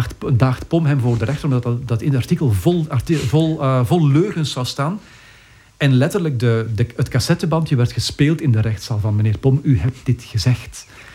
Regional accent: Kruibeke, Flanders, Belgium; Opnieuw, ik ben van Kruijbeek, ik ben niet eens Antwerpenaar, maar ik ben opgegroeid met Piet Pinter en Bert Bibber in de krant en ik vond dat taaltje fantastisch.

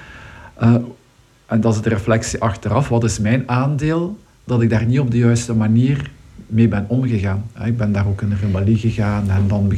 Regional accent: Bilzen, Flanders, Belgium; ik ben opgegroeid in Bilzen in Limburg.

